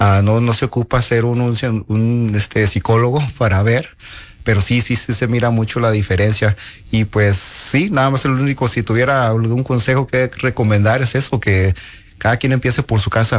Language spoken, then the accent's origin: Spanish; Mexico; moved away; como decimos allá en México